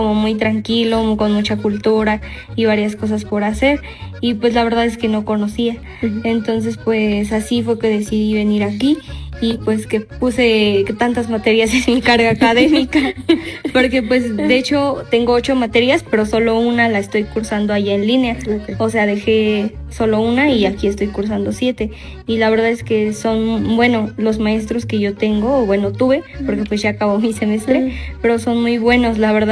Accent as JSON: {"language": "Spanish", "region": "Tlaxcala", "country": "Mexico", "said": "vengo del estado de Tlaxcala"}